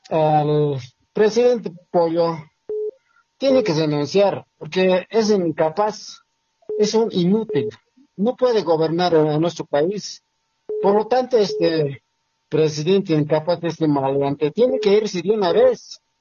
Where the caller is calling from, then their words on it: Sacaba, Cochabamba, Bolivia; Estoy llamando de aquí, de Sacaba.